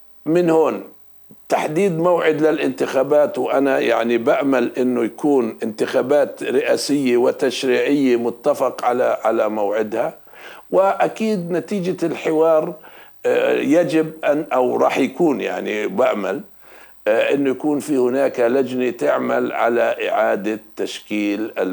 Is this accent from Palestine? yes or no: yes; West Bank, Palestine; أنا كفلسطيني وكفتحاوي وكابن لهذا الشعب ولهاي القضية